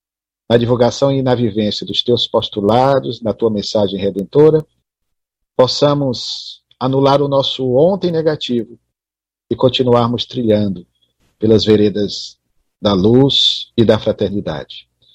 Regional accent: Northeast Region, Brazil; now in Ceará, Brazil; Você que, como eu, é nordestino

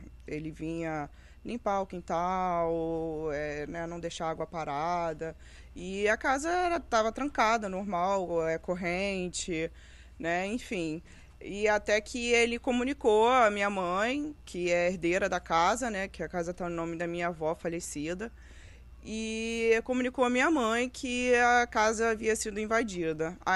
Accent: São Pedro da Aldeia, Rio de Janeiro, Brazil; moved away as an adult; also born or lived in Tocantins; essa casa tem a minha idade aí, 30 anos. Eu sou nascida de São Pedro da Aldeia, cresci dentro dessa casa. E a gente foi para Tocantins a trabalho

